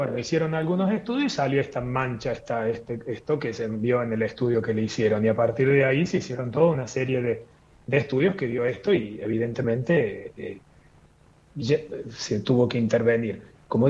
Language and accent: Spanish; Córdoba, Argentina; now in Rome, Italy; yo que soy cordobés